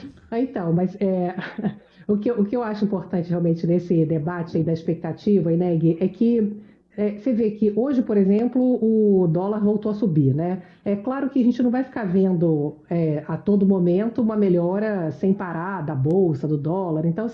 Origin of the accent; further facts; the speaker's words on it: Rio de Janeiro, Brazil; now in São Paulo, Brazil; Estava rindo aqui que eu sou carioca. E eu me lembro que assim que eu cheguei em São Paulo...